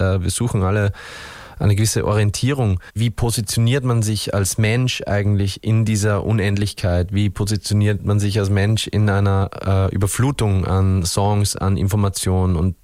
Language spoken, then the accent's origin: German; Upper Austria, Austria; now in Vienna, Austria